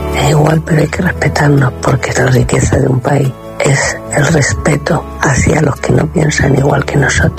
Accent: Plasencia, Extremadura, Spain; de Plasencia y hoy me he despertado en mis reivindicaciones que debemos de guardar las formas y debemos de respetarnos los unos a los otros, porque España es el país más maravilloso y donde hemos tenido la suerte de nacer.

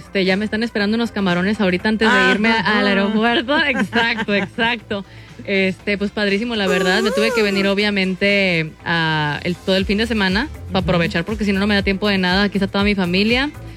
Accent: Mexico; yo como mexicana y amante de lo vintage

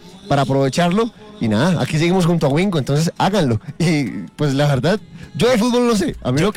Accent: Colombia; todos los colombianos somos hincha de la Sele

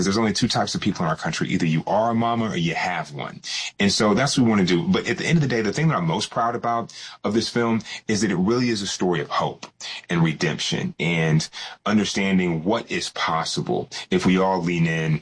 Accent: Georgia, United States; my home state is Georgia

